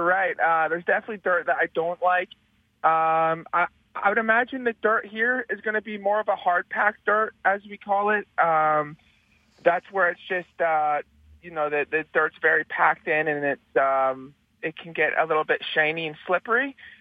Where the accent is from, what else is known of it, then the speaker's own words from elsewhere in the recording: Airdrie, Alberta, Canada; born there; also born or lived in Glasgow, Scotland / Calgary; I was born in Glasgow, Scotland, and lived there until I was 9 years old, and then I moved here to Airdrie, actually. I lived in Airdrie and went to school in Airdrie and rode the public track here.